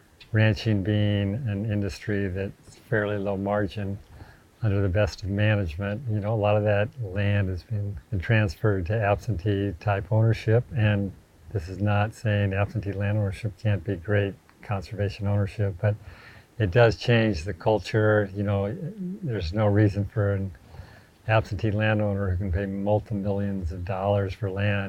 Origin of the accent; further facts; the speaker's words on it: Montana, United States; Whereas now, you know, I'm from the Musselshell watershed, central Montana, and, you know, I'm part of a community that goes north and south of the Missouri River.